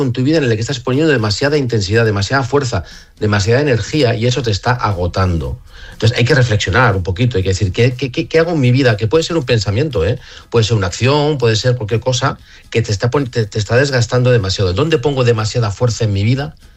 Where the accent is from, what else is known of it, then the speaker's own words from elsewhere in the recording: Madrid, Community of Madrid, Spain; para mí, que soy de Madrid, soy del centro, soy de Secano, pues yo, en mi caso, por ejemplo, a mí el mar me da miedo.